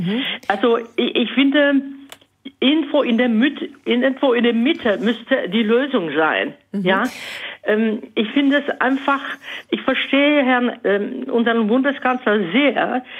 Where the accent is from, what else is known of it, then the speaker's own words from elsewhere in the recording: Bohemia, Czechia; Ich komme aus Böhmen.